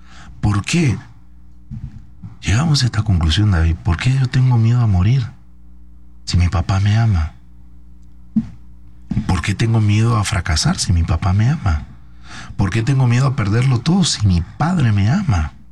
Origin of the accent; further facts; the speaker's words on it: Argentina; Soy argentino